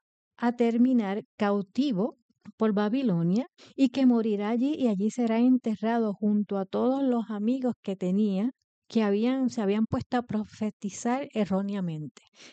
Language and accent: Spanish; Puerto Rico; como buen puertorriqueño yo creo que todos sabemos